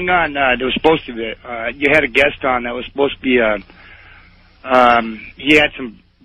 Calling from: Duluth, Minnesota, United States; I'm calling from Duluth, Minnesota.

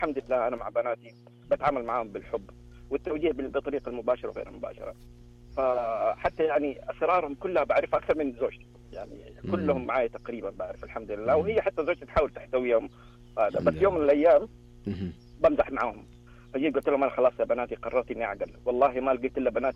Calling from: Dammam, Eastern Province, Saudi Arabia; اليوم احنا متحمسين من الدمام.

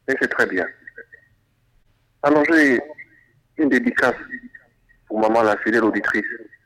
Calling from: Gabon; Je suis gabonais, pur et dur

